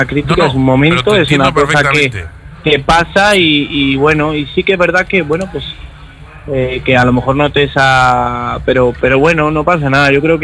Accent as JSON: {"language": "Spanish", "town": "Aranda de Duero", "region": "Castile and León", "country": "Spain", "said": "Yo soy morenito de Aranda, no soy morenito de Maracay. Soy de Burgos y es mi tierra."}